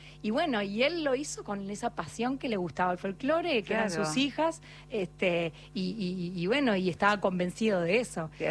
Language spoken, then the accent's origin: Spanish; Santa Fe, Argentina; soy de Santa Fe, del litoral.